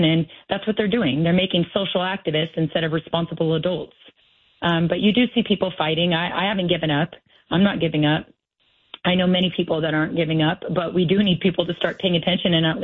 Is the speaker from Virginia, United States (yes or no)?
no; Chino, California, United States; I come from Chino, which used to be a dairy cow farm land type of area.